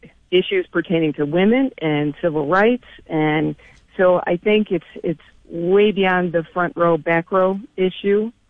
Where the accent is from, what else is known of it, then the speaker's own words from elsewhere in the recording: New York, United States; I grew up in the Southern Tier, moved to Rochester to go to school, and have almost flip-flop careers.